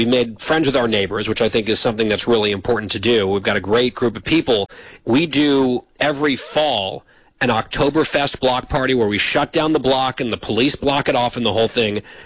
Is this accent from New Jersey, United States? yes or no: yes; New Jersey, United States; I appreciate it listening there in my home state of New Jersey.